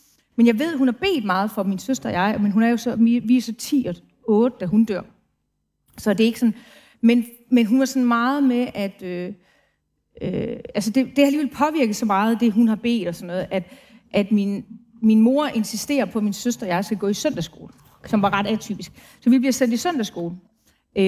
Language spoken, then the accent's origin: Danish; Brønderslev, North Denmark Region, Denmark; Altså, det hedder Brønderslev, der hvor jeg er fra.